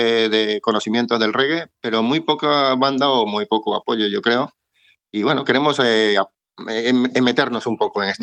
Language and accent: Spanish; Venezuela; now in Valladolid, Spain; cuando vivíamos en Venezuela, porque soy venezolano, aunque llevo 20 años aquí en España.